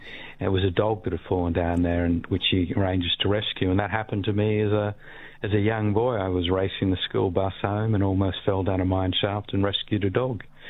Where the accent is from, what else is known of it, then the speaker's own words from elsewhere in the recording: Australia; That's the question I've been most asked over the course of 20 plus years, is why are you, as an Australian writer, have you never set a book in Australia?